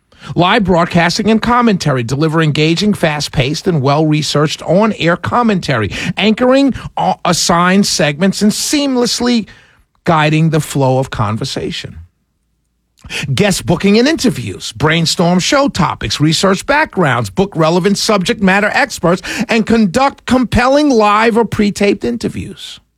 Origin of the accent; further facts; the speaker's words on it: New York City, New York, United States; now in Atlanta, United States; born and raised in New York City, Harlem, a little village called Harlem in New York City. I've been down here about 27, 28 years. I love Atlanta. I love Georgia.